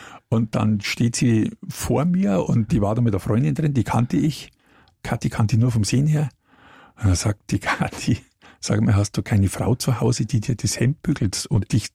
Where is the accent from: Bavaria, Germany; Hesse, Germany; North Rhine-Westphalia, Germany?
Bavaria, Germany; Munich; die laden mich als Münchner da ein oder was, das kann ich besser